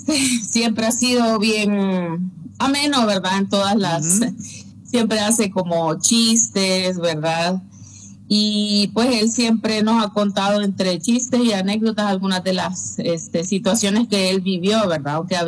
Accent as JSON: {"language": "Spanish", "country": "Nicaragua", "tie": "born there", "said": "Con mi mamá, pues, fuimos exiliadas y yo nací en Nicaragua en el 85."}